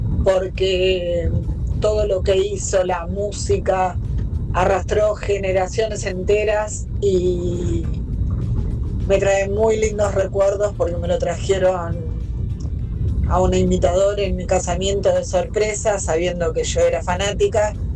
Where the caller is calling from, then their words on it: Tablada, Buenos Aires Province, Argentina; de Tablada.